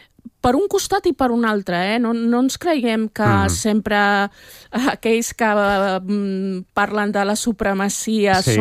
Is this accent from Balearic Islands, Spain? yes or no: no; Catalonia, Spain; com a catalana